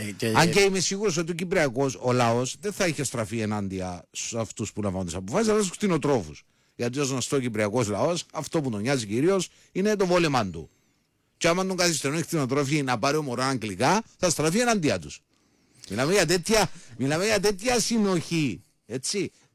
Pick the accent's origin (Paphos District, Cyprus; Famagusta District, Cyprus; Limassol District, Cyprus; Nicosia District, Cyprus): Limassol District, Cyprus; Lania; Είμαι από Λανή, σας πάω που πάω.